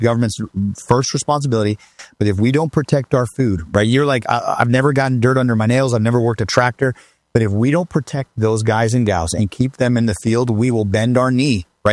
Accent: Florida, United States; there's a great pride in being an American, a great pride in being a Floridian.

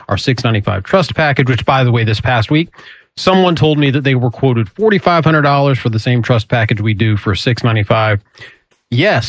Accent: United States; I grew up in Polk County.

